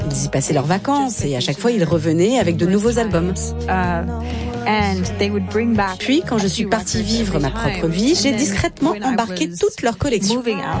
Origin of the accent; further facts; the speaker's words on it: Florida, United States; Et puis, en grandissant en Floride, le reggae faisait aussi partie du paysage. J'habitais près de la plage et cette musique était partout autour de moi.